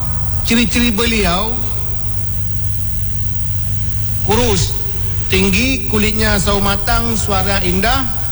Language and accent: Indonesian; Samalanga, Aceh, Indonesia; Karena 174 km kampung saya di Beteli, Samalanga.